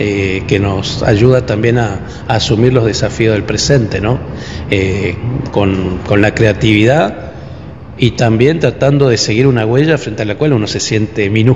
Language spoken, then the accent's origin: Spanish; Itatí, Corrientes, Argentina; born there; Bueno, yo nací en Itatí.